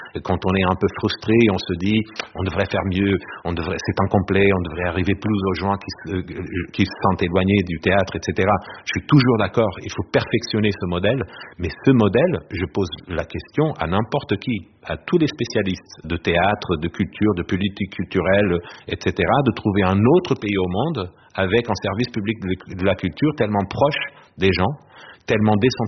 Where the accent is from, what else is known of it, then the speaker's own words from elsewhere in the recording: Portugal; now in France; en tant que Portugais